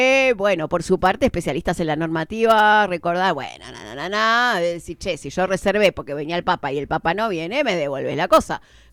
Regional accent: Argentina

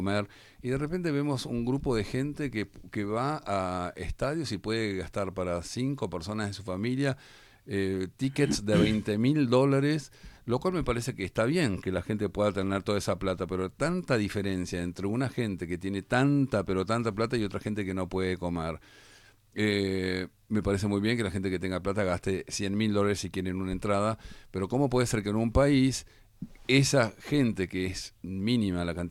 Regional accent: Argentina

